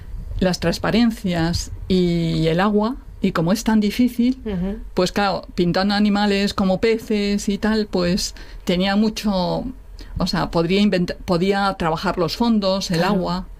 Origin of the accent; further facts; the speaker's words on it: Madrid, Community of Madrid, Spain; now in Asturias, Spain; Y cuando vine para aquí, para Asturias, porque yo soy de Madrid